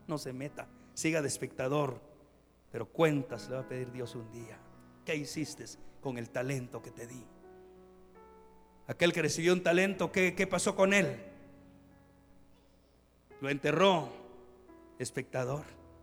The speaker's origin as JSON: {"language": "Spanish", "country": "Guatemala"}